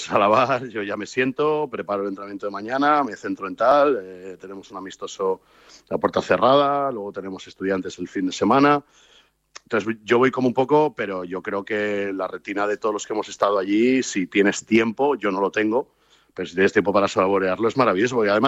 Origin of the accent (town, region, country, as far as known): Spain